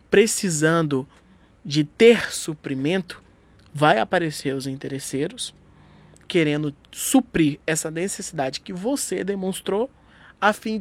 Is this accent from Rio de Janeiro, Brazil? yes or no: no; Alphaville, São Paulo, Brazil; Opa, somos de Alphaville também.